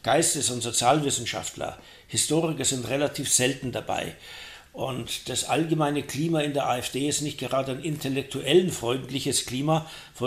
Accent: Poland; Ich würde mir als Pole eher Sorgen machen um den deutschen Pazifismus

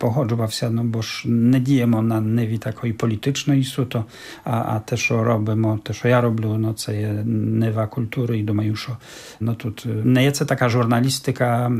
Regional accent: Czeremcha, Podlaskie Voivodeship, Poland; Ну, моя рідна Черемха також, бо це також такий сильний центр.

